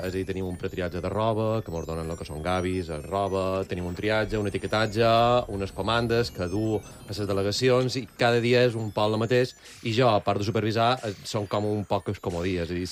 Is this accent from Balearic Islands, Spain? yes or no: yes; Palma, Balearic Islands, Spain; accent: Binissalem; Jo soc de Palma, tenc accent de Binissalem per la meva família, però soc de Palma